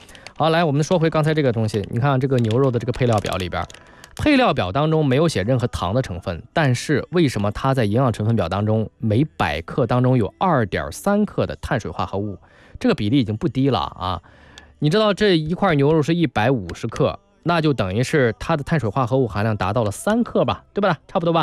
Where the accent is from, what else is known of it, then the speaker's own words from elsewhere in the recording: Shandong, China; 是山东的意思，但是我的祖籍是在汕头